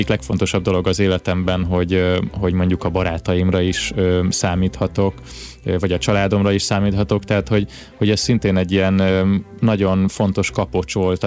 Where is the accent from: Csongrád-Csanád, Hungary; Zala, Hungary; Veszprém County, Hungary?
Zala, Hungary; Nova; Egy pici zalai faluban nőttem fel, Nován, ez egy 700 fős település